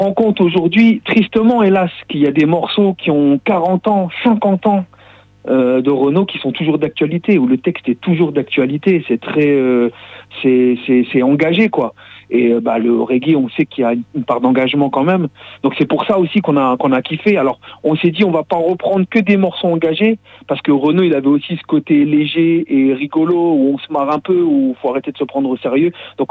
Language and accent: French; Roubaix, Hauts-de-France, France; moved away as an adult; now in Bergerac, France; Déjà, …, on a grandi ensemble. On se connaît depuis très longtemps. On vient tous les deux de Roubaix.